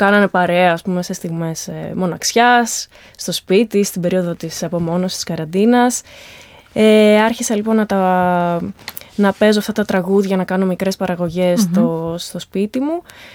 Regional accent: Thessaloniki, Central Macedonia, Greece; όταν ήμουν μικρή και μεγάλη στη Θεσσαλονίκη.

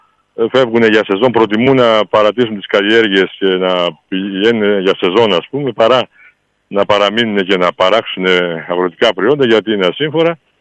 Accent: Pentavryso, Greece; και ειδικά στο Πεντάβρυσο που είναι το χωριό μου, οι εκτάσεις εξαιρικές είναι 99%

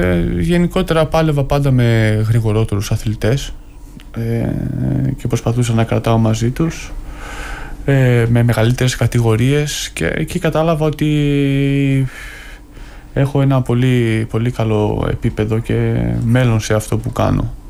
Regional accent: Thessaloniki, Central Macedonia, Greece; είμαι και από τη Θεσσαλονίκη.

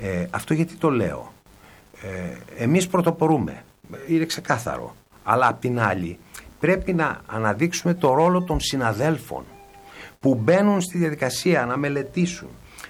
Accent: Greece; ως Έλληνες

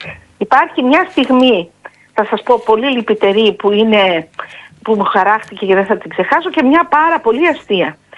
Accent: Veria, Central Macedonia, Greece; Και το άλλο ήταν στην πατρίδα μου τη Βέρεια. Που εγώ είμαι Πόντια στην καταγωγή, αλλά έχω παντρευτεί από τα μέρη σας.

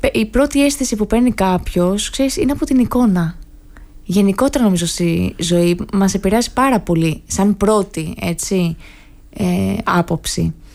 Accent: Patras, Western Greece, Greece; now in Athens, Greece; Είδα ότι η Αθήνα με κοινωνικοποίησε πάρα πολύ, γιατί ήρθα από την Πάτρα που και δεν ξέρω, θέλοντας και μη, εδώ στην Αθήνα, για να επιβιώσω, κοινωνικοποιήθηκα.

